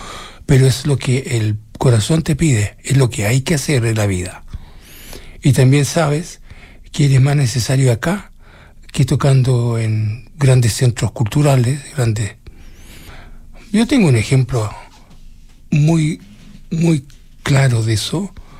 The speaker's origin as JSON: {"language": "Spanish", "country": "Chile", "moved": "yes", "said": "Yo tengo que volver a Chile. Allá sí me siento necesario"}